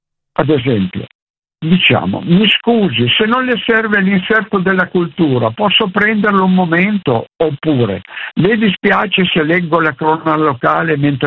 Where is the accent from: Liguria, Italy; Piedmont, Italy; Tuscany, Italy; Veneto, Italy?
Piedmont, Italy; Io sono piemontese, esistono ancora molti bar dove c'è il bagno turco.